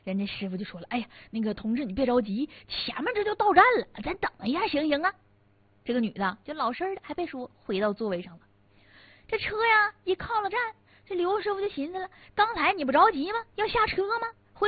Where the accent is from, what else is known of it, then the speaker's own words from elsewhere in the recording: Northeast China, China; 就咱们东北话讲话蹦驴子呗哈